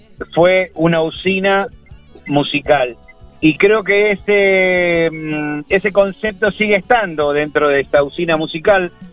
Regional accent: Argentina

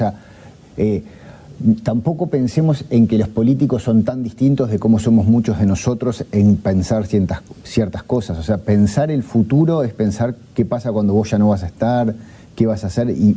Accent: Montevideo, Uruguay; hasta el día de hoy yo sigo viviendo en la misma cuadra donde me crié, en Punta Carretas

